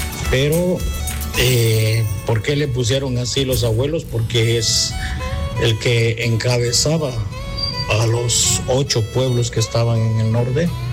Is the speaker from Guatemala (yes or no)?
yes; Santa Eulalia, Huehuetenango, Guatemala; first language Q'anjob'al; Spanish is a second language; vengo de Santa Eulalia, Huehuetenango. Soy maya anjobal. Mi idioma nativo es el anjobal.